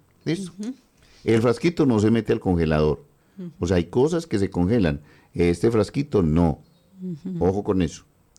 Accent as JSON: {"language": "Spanish", "region": "Antioquia", "country": "Colombia", "said": "Que como buen paisa, que dicen que el paisa no se vara, pero el paisa sí se vara, lo bonito es ver cómo se desvara."}